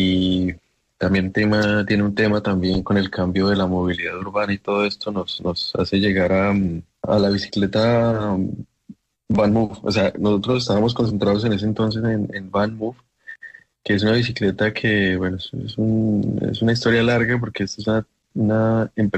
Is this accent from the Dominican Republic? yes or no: no; Colombia; now in Germany; Me gusta porque nosotros también somos así. Nosotros somos guerreros, el colombiano